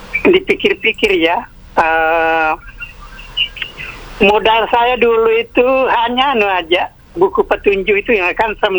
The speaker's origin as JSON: {"language": "Indonesian", "region": "Sulawesi", "country": "Indonesia", "said": "Ini saya dari Sulawesi cuma sendirian."}